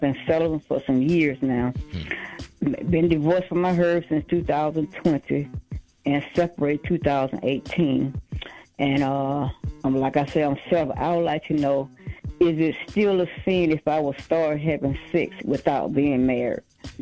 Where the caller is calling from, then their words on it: Atlanta, Georgia, United States; I'm calling from Atlanta, Georgia